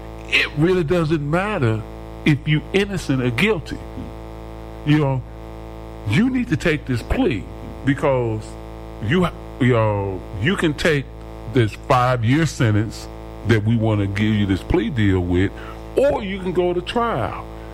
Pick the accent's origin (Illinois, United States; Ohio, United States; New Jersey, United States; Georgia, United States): Illinois, United States; Chicago; we used to have this saying growing up in Chicago that my relatives would say